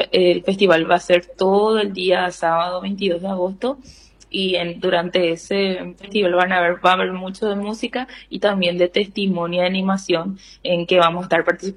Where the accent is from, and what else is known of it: Paraguay